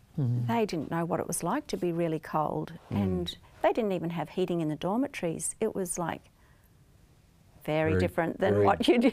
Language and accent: English; Western Australia, Australia; born there; also born or lived in New Zealand; And so my childhood that I mostly remember was spent in WA.